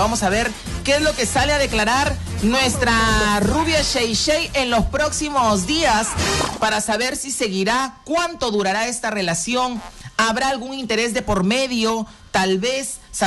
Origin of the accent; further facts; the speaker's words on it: La Esperanza, La Libertad, Peru; recuerden que yo soy de La Esperanza.